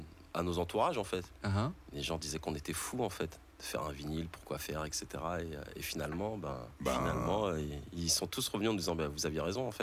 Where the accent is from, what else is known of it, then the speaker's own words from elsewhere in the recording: Aubervilliers, Île-de-France, France; also born or lived in Saint-Denis; Je suis né à Saint-Denis. Je suis d'Aubervilliers, je suis né à Saint-Denis.